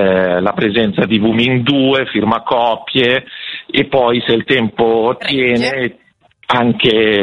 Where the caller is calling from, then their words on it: Carugate, Lombardy, Italy; ti chiamo da Carugate.